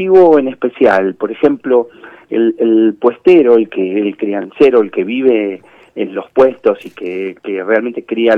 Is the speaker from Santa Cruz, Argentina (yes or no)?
no; Buenos Aires, Argentina; moved away as an adult; now in Malargüe, Argentina